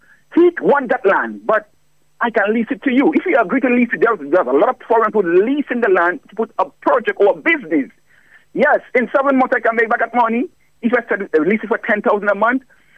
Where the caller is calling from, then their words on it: Dominica; I'm calling from Tisha.